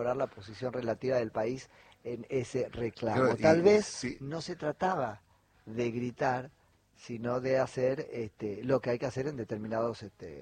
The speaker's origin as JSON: {"language": "Spanish", "country": "Argentina", "said": "está bueno que como argentinos sepamos que cada cual con su caja de herramientas"}